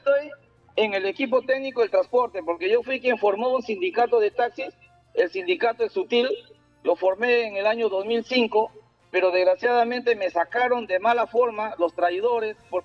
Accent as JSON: {"language": "Spanish", "town": "Chiclayo", "region": "Lambayeque", "country": "Peru", "said": "Yo soy chiclayano, soy de Luján, soy un lambayecano."}